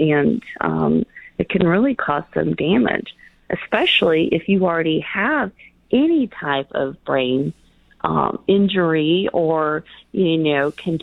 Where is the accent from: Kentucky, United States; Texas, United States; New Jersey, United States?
Texas, United States; also born or lived in New Mexico; I was from Texas and New Mexico, and I remember my parents, there was an ice block store